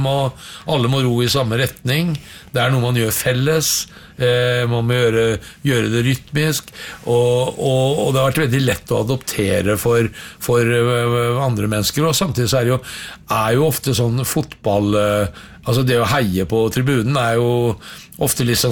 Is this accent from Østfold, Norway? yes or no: yes; Østfold, Norway; Jeg vokste opp på Vispen i Skjerviken.